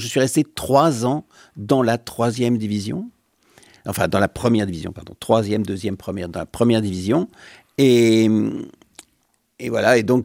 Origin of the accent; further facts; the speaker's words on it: Paris, Île-de-France, France; Je suis un petit parisien plutôt banlieusard, mais parisien, oui.